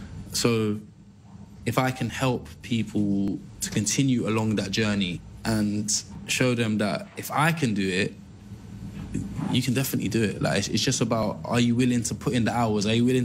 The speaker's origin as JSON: {"language": "English", "country": "Pakistan", "said": "So I'm Pakistani. This is a paratha. This is like breakfast."}